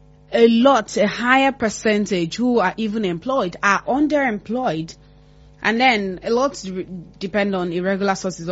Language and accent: English; Nigeria